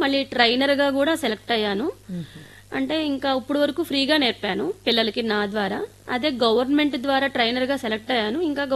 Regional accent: Eluru, Andhra Pradesh, India; అది మా ఊరు ఏలూరు పక్కన చదుమేళ్ళని ఒక 5 కిలోమీటర్స్ ఉండేది.

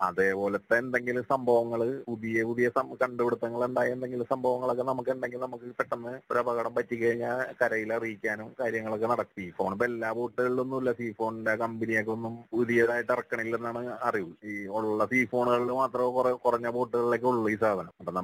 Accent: Malampuzha, Kerala, India; ഞാൻ മലമ്പുഴ സ്വദേശിയാണ്.

